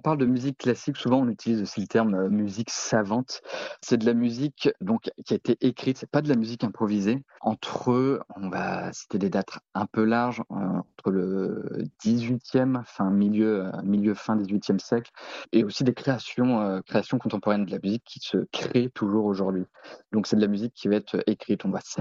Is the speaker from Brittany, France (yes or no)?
yes; Lannion, Brittany, France; Moi, en fait, je suis originaire de Lannion, un tout petit peu au nord de Lokenvel, de Belle-Île-en-Terre.